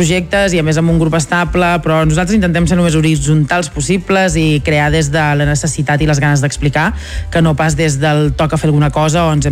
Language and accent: Catalan; Balearic Islands, Spain; Soc de Mallorca, sí.